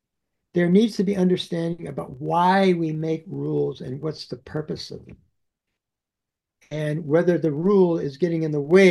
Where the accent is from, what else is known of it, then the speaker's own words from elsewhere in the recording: Texas, United States; Yes, I did grow up in Texas. So I have this Texas background, the West, freedom, riding horses.